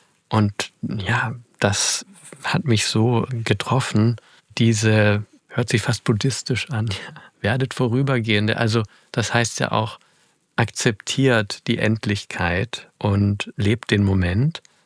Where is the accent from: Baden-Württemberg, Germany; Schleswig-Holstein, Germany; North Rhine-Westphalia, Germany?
Baden-Württemberg, Germany; Die oberschwäbische, oh Gott, da weiß ich gar nicht mehr, ob ich da noch die Verbindung habe mit meiner alten Heimat, um das zu sagen.